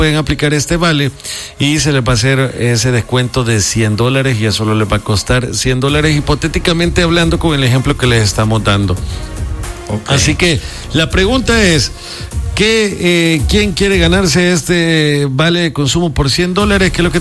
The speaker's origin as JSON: {"language": "Spanish", "country": "El Salvador", "said": "esa percepción tenemos como salvadoreños"}